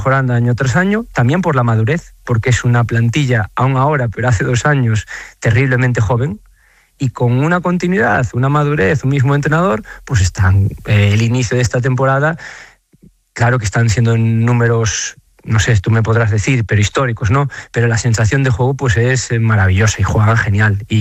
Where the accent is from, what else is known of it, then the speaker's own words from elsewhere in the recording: Galicia, Spain; No voy a responder con una pregunta como buen gallego.